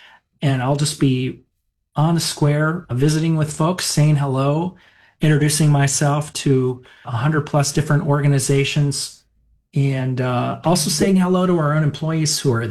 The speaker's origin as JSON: {"language": "English", "region": "Minnesota", "country": "United States", "tie": "born or raised there", "said": "I volunteered with my mom growing up in Minnesota in the 70s."}